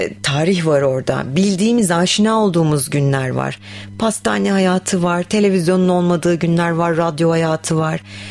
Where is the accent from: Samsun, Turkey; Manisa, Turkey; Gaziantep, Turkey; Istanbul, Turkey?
Samsun, Turkey; Ben doğma büyüme Samsunluyum.